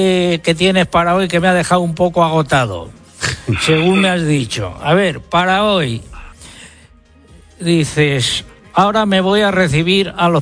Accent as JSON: {"language": "Spanish", "town": "La Roda", "region": "Castilla-La Mancha", "country": "Spain", "said": "donde cientos de rodenses participaremos"}